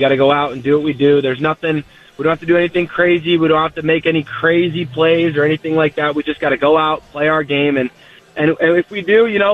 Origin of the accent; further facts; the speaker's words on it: Michigan, United States; I'm from Michigan, born and raised. Born and raised outside of the Metro Detroit area.